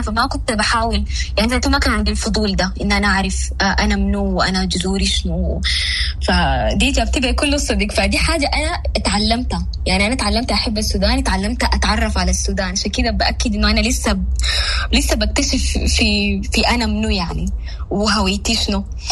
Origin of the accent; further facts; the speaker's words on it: Saudi Arabia; born there; أنا مولودة في السعودية، ويعني كنت بحكم البعد الجغرافي كنت برضو بعيدة من الثقافة موسيقيا